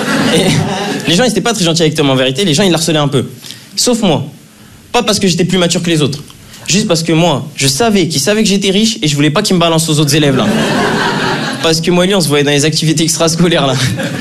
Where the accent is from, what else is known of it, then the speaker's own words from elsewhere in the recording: Draguignan, Provence-Alpes-Côte d'Azur, France; now in Lyon, France; c'est que moi, je viens de Draguignan. Donc, partout où je suis en France, je suis content d'être là, je vais pas vous mentir. Partout. Il y a juste un truc qui me casse la tête en vrai depuis que j'habite dans une grande ville, depuis que j'habite à Lyon.